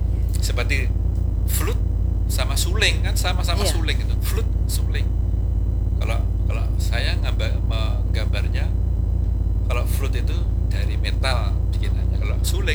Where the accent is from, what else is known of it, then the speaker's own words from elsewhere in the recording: Yogyakarta, Special Region of Yogyakarta, Indonesia; Padahal saya orang Jogja.